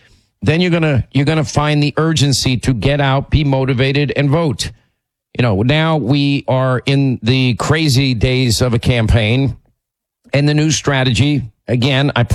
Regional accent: Ireland; I know I'm supposed to like whiskey. I'm Irish.

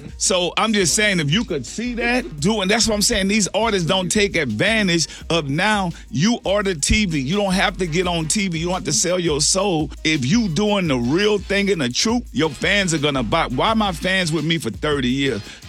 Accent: New Orleans, Louisiana, United States; You know, they could look and say, man, I'm from New Orleans. We, you know, man, it's us against the world.

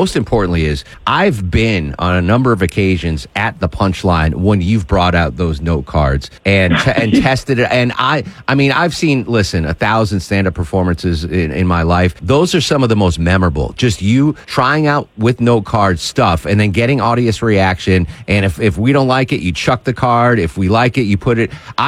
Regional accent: Connecticut, United States; I grew up in Connecticut

